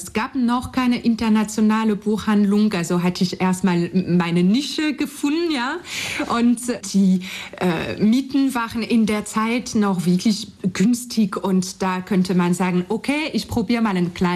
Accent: France; German is a second language; moved away as an adult; now in Leipzig, Germany; ich komme aus Frankreich, wie man es hört. Ich bin 34 Jahre alt, seit 2012 lebe ich in Leipzig, seit 2009 in Deutschland.

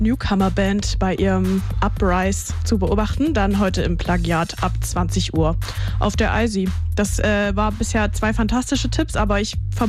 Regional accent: eastern Germany, Germany; Ich bleibe Ossi, to my core, in meinem Herzen, für immer.

